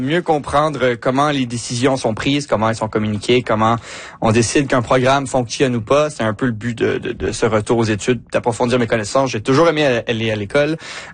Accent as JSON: {"language": "French", "town": "Montreal", "region": "Quebec", "country": "Canada", "tie": "born or raised there", "moved": "as an adult", "lives_now": "Alberta, Canada", "said": "à Montréal, ma ville natale"}